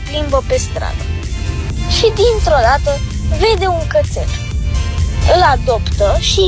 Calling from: Ilfov, Romania; din Ilfova, am 10 ani

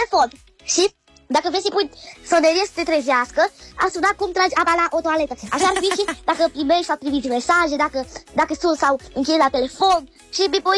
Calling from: Cluj-Napoca, Cluj County, Romania

